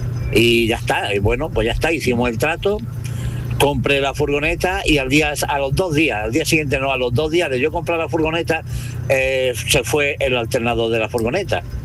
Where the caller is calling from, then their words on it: Castellar, Spain; de Castellar.